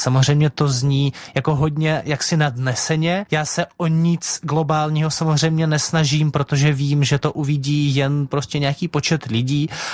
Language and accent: Czech; Russia; tam zároveň otevřeně píšu, že vlastně pocházím z Ruska.